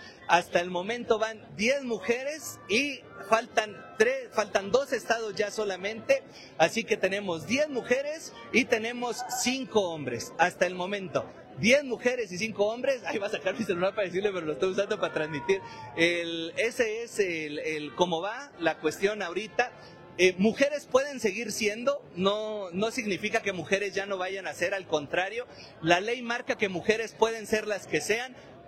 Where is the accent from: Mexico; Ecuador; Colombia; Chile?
Mexico; Chihuahua; los que le vamos a partir la madre al PAN somos los chihuahuenses